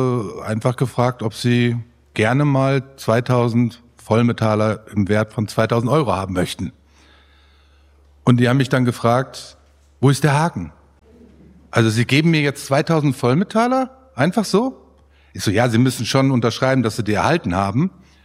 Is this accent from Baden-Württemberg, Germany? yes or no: no; Hagen, North Rhine-Westphalia, Germany; born or raised there